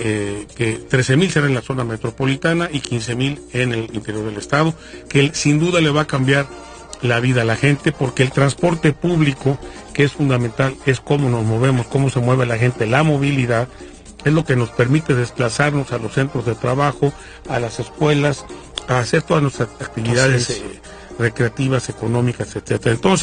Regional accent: Puebla, Mexico; te lo digo como un poblano que ha ya transitado, caminado muchos años aquí en la ciudad.

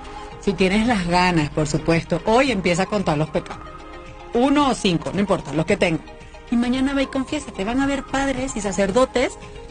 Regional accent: Venezuela; Bueno, eso se lo digo yo porque soy venezolana, ¿verdad?

